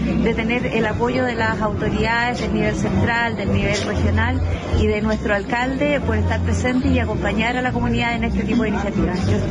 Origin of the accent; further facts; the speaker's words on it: Yerbas Buenas, Maule, Chile; Coironal es el lugar donde yo nací y me crié dentro de la comuna de Hierbas Buenas.